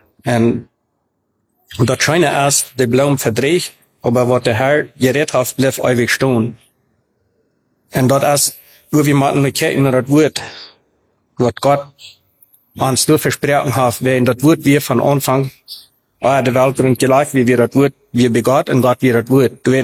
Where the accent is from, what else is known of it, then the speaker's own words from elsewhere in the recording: Paraguay; also born or lived in Mexico; Ich bin in Mexiko geboren und in 1973. Meine Eltern traten in Paraguay, als ich ein Jahr war. Wird immer ein Jahr. Bloß bin ich dann die meiste Zeit abgewachsen.